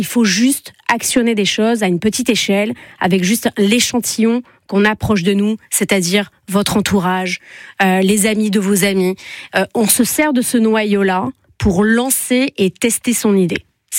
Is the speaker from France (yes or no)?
yes; Nîmes, Occitanie, France; born there; moved away as an adult; also born or lived in Australia / Barcelona / Mexico / Montreal; je suis née à Nîmes et puis j'ai fait mes études un petit peu dans le sud.